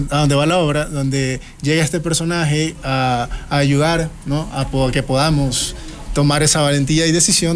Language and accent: Spanish; Guayaquil, Guayas, Ecuador; yo soy de Guayaquil … tengo 30 años